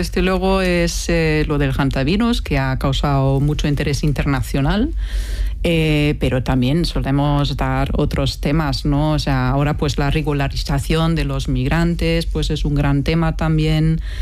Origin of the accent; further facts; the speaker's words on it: Germany; Spanish is a second language; now in Spain; y soy alemana en una zona donde mayormente se ha votado por el Brexit.